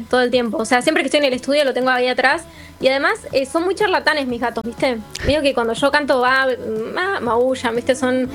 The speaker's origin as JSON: {"language": "Spanish", "town": "Burzaco", "region": "Buenos Aires Province", "country": "Argentina", "tie": "born or raised there", "also_born_or_lived": "Saavedra, Buenos Aires", "lives_now": "Caballito, Buenos Aires, Argentina", "said": "crecí en Bursaco bastante y en Saavedra."}